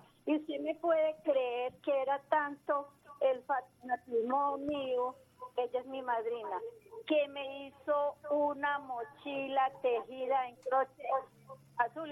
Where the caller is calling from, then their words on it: San Antonio, Tolima, Colombia; Yo soy de San Antonio, Tolima.